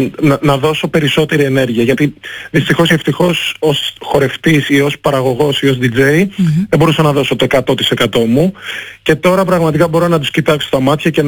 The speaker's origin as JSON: {"language": "Greek", "country": "Greece", "tie": "born or raised there", "said": "Είμαι Έλληνας, είμαι ένας Έλληνας από την Αφρική όμως. Η μαμά μου είναι Αφρικανίδα και ο μπαμπάς μου είναι Έλληνας. Έχω γεννηθεί και έχω μεγαλώσει στην Ελλάδα."}